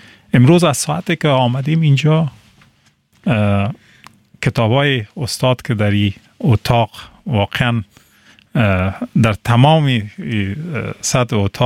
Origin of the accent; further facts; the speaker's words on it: Afghanistan; now in Germany; من افغان هستم، از افغانستان هستم.